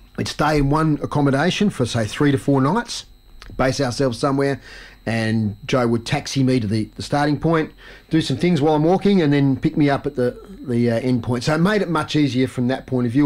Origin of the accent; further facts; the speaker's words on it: Launceston, Tasmania, Australia; So now I often mention that my hometown, even though I live a bit north of it, is... And they would call it Launceston. We call it Launceston.